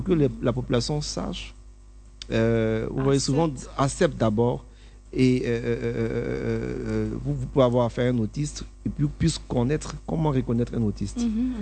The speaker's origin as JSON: {"language": "French", "country": "Côte d’Ivoire", "said": "ici, en Afrique, et chez nous, en Côte d'Ivoire"}